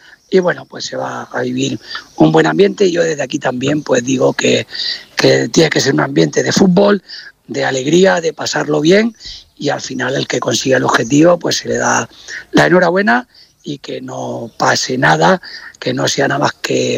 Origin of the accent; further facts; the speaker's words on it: El Algar, Region of Murcia, Spain; soy del Algar, soy cartagenero, soy algareño